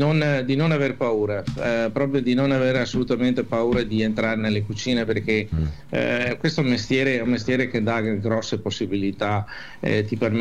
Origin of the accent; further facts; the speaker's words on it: Veneto, Italy; un po' perché siamo veneti, un po' perché sono veneto